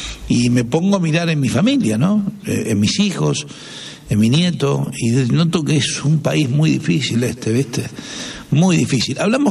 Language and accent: Spanish; Argentina; ¿qué más nos tiene que pasar como argentinos para darnos cuenta?